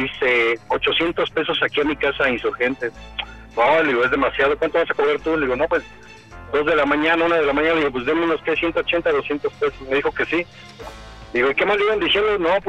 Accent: Coyoacán, Mexico City, Mexico; now in León, Mexico; Ok, estoy en León, pero soy de Coyoacán, ¿ok?

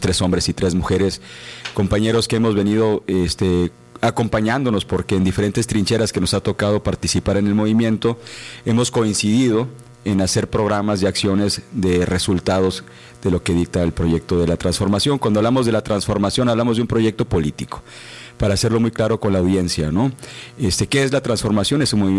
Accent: Magdalena de Kino, Sonora, Mexico; also born or lived in Hermosillo / Monterrey / Mexico City / United States; Me ha fascinado la oportunidad que me ha dado la vida de haber nacido y crecido en Magdalena de Quino. Ahí tuve mis orígenes, mis primeros 15 años ahí fueron en Magdalena. Luego nos mudamos a Hermosillo

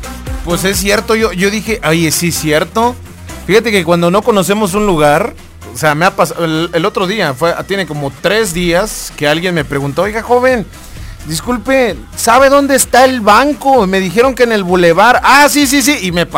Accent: Matamoros, Chiapas, Mexico; now in Tuxtla Gutiérrez, Mexico; Por ejemplo, yo no soy de la capital. Yo soy de Matamoros, o sea, yo vengo de mi pueblo que se llama Matamoros, municipio de Venustiano Carranza, y yo soy de allá, pero que radique acá es otra cosa, que viva acá en Tuxtla es otra cosa

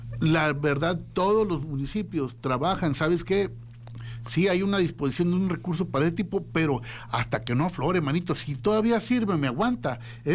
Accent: Navojoa, Sonora, Mexico; Yo he visto casos, por ejemplo, donde voy más o menos seguido, es a mi tierra, a Navojoa, donde puedo.

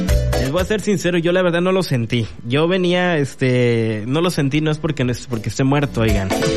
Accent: Mexico; ya saben cómo somos los mexicanos

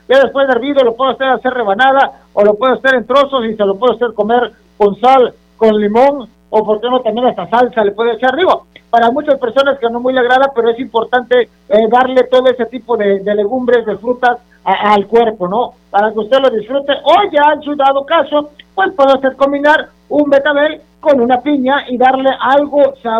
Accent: Mexico; somos bien mexicanos y pareciera ser que representa nuestra bandera el tomate rojo, la cebolla blanca, el chile verde

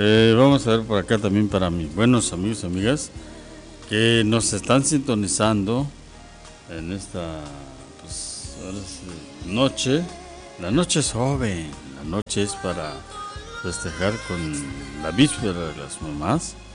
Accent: Cintalapa, Chiapas, Mexico; moved away as an adult; Yo estuve en otras estaciones de radio de la República Mexicana y ya llegué a mi tierra natal.

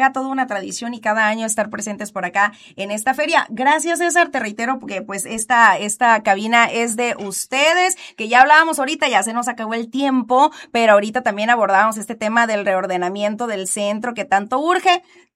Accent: Mexico; Yo también que ando como buena mexicana todo a lo último

